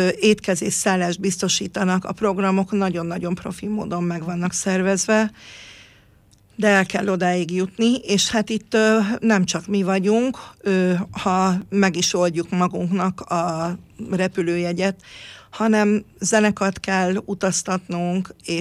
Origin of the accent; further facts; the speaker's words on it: Transylvania, Romania; Most éppen azért mondtam a cifraszobát, mert Erdélyből jöttünk, Felszegről és a cifrakalota szegről.